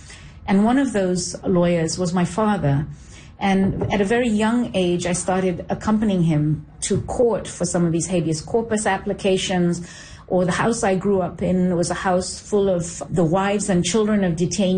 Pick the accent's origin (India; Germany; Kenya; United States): Kenya; I grew up in Kenya at a time when there was a dictatorship that resulted in people being disappeared, torture, repression, silencing of critics.